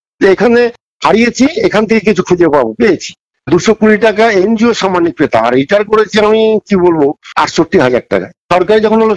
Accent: Belgharia, West Bengal, India; moved away as an adult; now in Phuleswar, India; আমার বাড়ি হচ্ছে বেলঘরিয়া

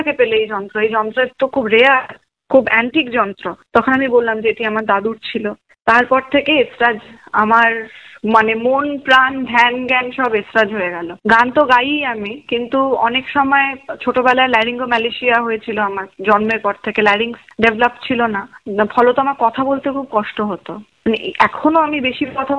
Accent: Bengal, India; যেহেতু আমি বাঙালি, তার উপরে ভারতীয়, তার উপরে আবার বাঙালি

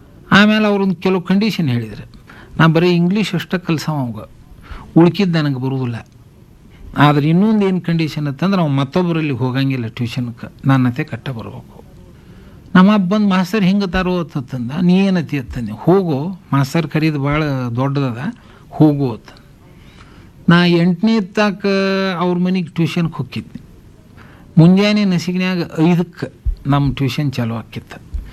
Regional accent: Karnataka, India; ನಮಗೆ ನಮ್ಮೂರು ಬನಟ್ಟಿ ಸಣ್ಣದ

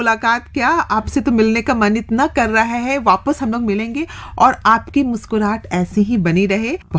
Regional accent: Ranchi, Jharkhand, India; मैं रांची की

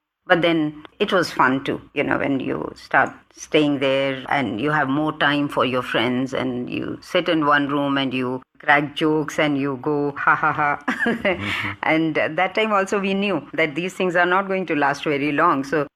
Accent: Delhi, India; I was born in Delhi and I'm a pure Delhiite. I was born here, I was educated here, I did my MBBS here, I did my post-graduation here, and then I did my job here and I got retirement from Delhi.

